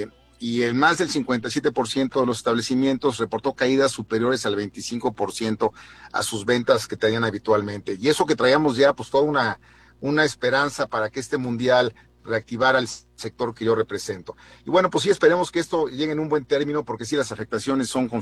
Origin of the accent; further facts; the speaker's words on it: Mexico; como buenos mexicanos todo lo dejamos hasta el último.